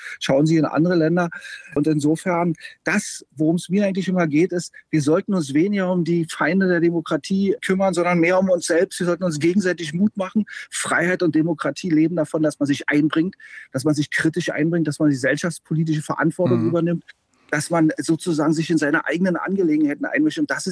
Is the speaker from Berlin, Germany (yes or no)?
yes; Berlin, Germany; ich bin Ostdeutscher, ja, ich bin Ostberliner. Man hört mir das vielleicht sogar auch an, obwohl ich übrigens seit 16 Jahren einen Zweitwohnsitz in Oberfranken habe.